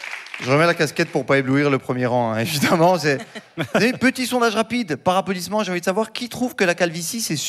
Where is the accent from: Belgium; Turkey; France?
Turkey; Les amis, je suis turc. J'ai pas le temps, d'accord?